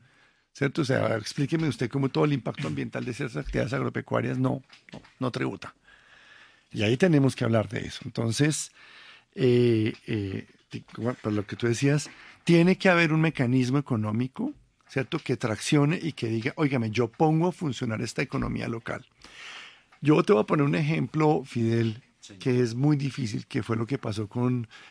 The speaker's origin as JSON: {"language": "Spanish", "country": "Colombia"}